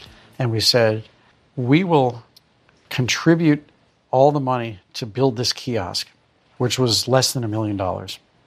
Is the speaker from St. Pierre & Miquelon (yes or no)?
no; St. Louis, Missouri, United States; I watched my dad go through a few bankruptcies growing up in St. Louis